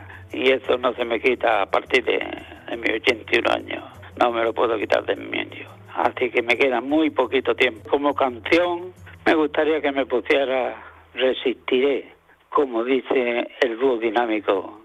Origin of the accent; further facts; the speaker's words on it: Otívar, Andalusia, Spain; born there; Yo nací hace 81 años en una casa de agricultores y comerciantes. Nací en Otiva, un pueblecillo cerca de aquí de Almuñécar, llamado la Serranía del Sol. Salí de mi casa con 14, 15 años y empecé ya a buscar mi vida.